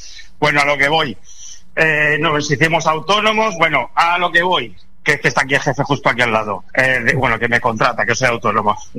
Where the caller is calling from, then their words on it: Mallorca, Balearic Islands, Spain; soy de Mallorca, inmigrantes de Castellón, porque aquí se pagaba más en los 80.